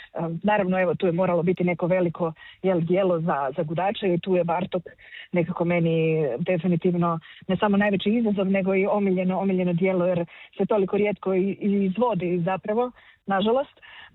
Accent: Croatia; moved away as an adult; ja sam otišla iz Hrvatske prije 16 godina u nekako potrazi za daljnjim usavršavanjem

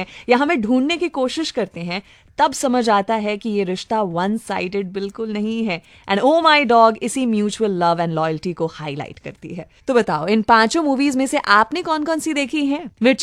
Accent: Patna, Bihar, India; एक आसाम में और दूसरा बिहार में, मेरे शहर पटना में।

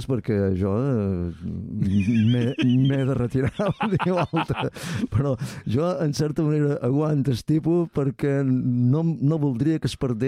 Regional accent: Ferreries, Balearic Islands, Spain; I llavors vaig anar, és a dir, jo som de Ferreries, però després vaig anar a Viuramó

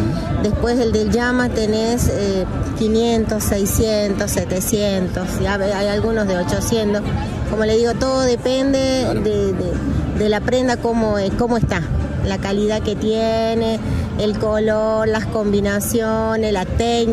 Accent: La Tercena, Catamarca, Argentina; soy artesana textil del departamento Fray Mamerto Esquiuc, precisamente de La Tercena.

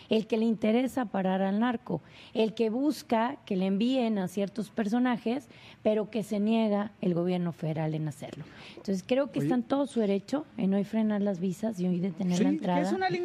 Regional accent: Coahuila, Mexico; Pero también hay que abrir los ojos como mexicanos, como coahuilenses, y darnos cuenta donde llega la línea de lo indefendible.

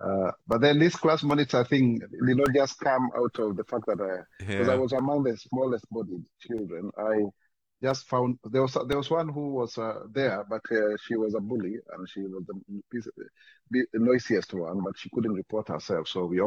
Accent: Kiambu County, Kenya; When I grew up in Kiambu County, it was called Kiambu District at that point. I was born different. I was born with albinism, the only one in my locality.

